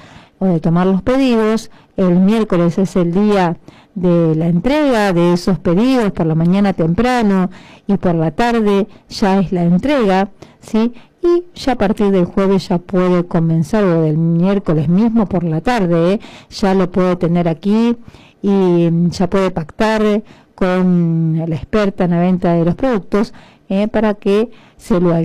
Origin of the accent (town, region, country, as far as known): Argentina